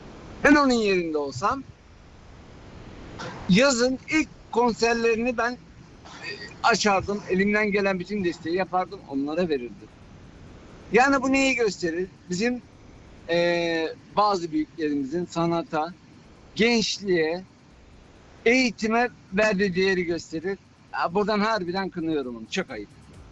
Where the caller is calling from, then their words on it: Berlin, Germany; Berlin'den arıyorum.